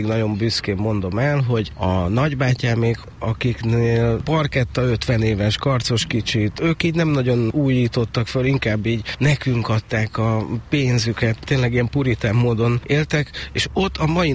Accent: Budapest, Hungary; Ez a 16. kerületi Szent Korona utcai lakótelep, ami családi házakkal övezett, és tényleg 4 emelet a maximum.

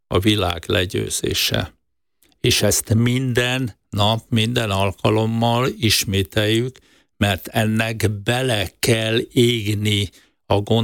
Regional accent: Hungary; és én úgy álltam oda a világ továbbképzésében, hogy én azt mondtam, hogy én, mint magyar ember, én megmutatom

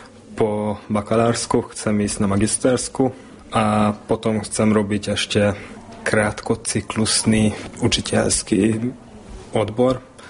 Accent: Ďurk, Fejér, Hungary; som z Ďurku.

